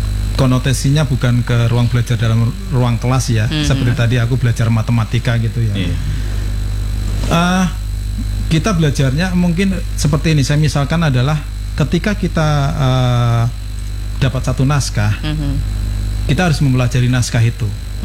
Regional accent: Java, Indonesia; accent: Javanese; Karena sudah jelas dari ngomongnya aja sudah kelihatan logatnya udah Jawa.

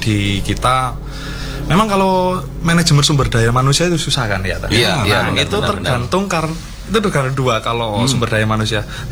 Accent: Malang, East Java, Indonesia; also born or lived in Wonogiri; Tapi kalau dari kecil memang sekolahnya di Malang.

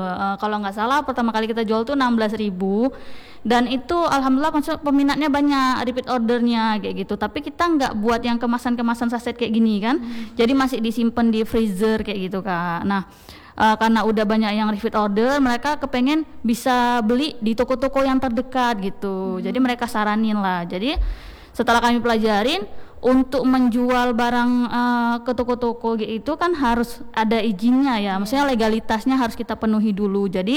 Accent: North Sumatra, Indonesia; karena saya sendiri bukan orang Aceh ya. Iya, jadi saya orang Sumatera Utara. Kemudian menikah sama orang Aceh gitu kan.

